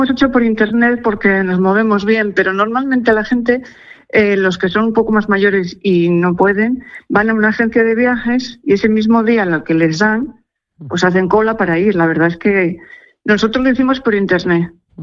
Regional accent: Toro, Castile and León, Spain; Yo soy de Zamora, de Toro.

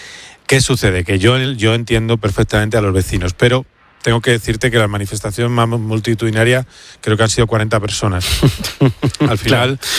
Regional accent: Madrid, Community of Madrid, Spain; yo como madrileño

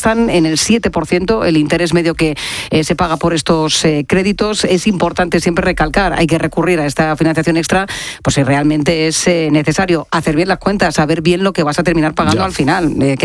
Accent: Region of Murcia, Spain; moved away; desde mi tierra querida, desde Murcia, en Jumilla

